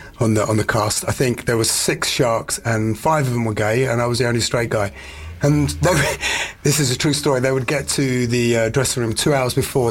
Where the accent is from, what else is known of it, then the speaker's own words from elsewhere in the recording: Surrey, South East England, United Kingdom; moved away as an adult; now in Chiswick, London, United Kingdom; I was brought up in Surrey. Moved to London in 1992 when I left. GSA, moved to Crouch End